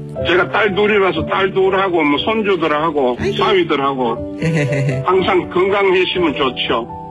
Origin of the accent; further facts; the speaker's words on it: Yeongcheon, North Gyeongsang, South Korea; now in Jinhae, South Korea; 제 고향이 영천인데